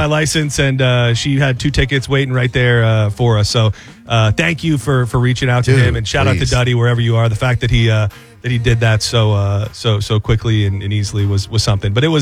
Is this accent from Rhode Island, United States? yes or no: no; Tampa, Florida, United States; And we're from Tampa. We're spending it in Nashville.